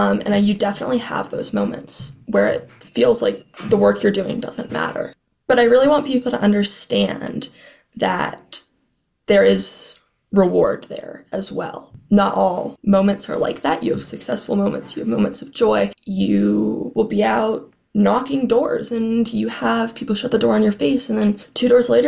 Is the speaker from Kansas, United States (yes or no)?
no; Colorado, United States; also born or lived in Vancouver, Canada; I was born in Vancouver, Canada. My parents and I moved to the U.S. when I was about 2 years old. So I'm actually a lawful permanent resident. I am not a U.S. citizen. It's really interesting for me, especially because I've grown up here. I've lived in Colorado my whole life.